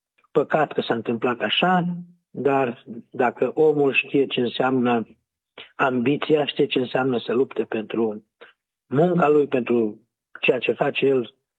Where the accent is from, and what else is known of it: Romania